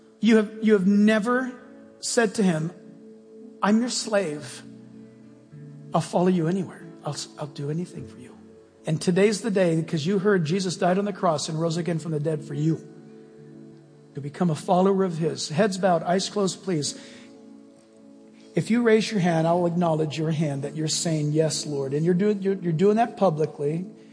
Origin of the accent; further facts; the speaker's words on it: United States; born there; I'm not a Buddhist or a Muslim or a Hindu, so I guess I'm a Christian. I was born in America.